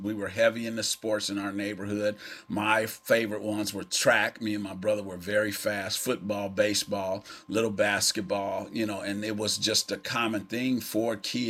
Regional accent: Oakland, California, United States; I grew up in Oakland, from the streets of Oakland, started, you know, just personally, not proud of it, but getting into trouble at an early age

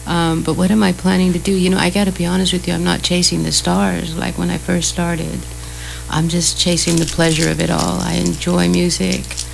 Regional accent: San Francisco, California, United States; also born or lived in Daly City; I was born and raised in San Francisco.

